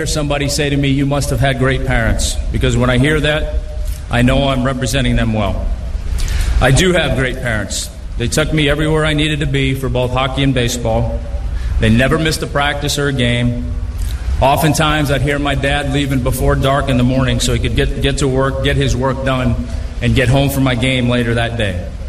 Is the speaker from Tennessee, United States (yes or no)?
no; Billerica, Massachusetts, United States; my hometown of Billerica, Massachusetts. Actually, I said that wrong. It's Billerica. Sorry. I put too many E's and R's in there. We don't do that up there.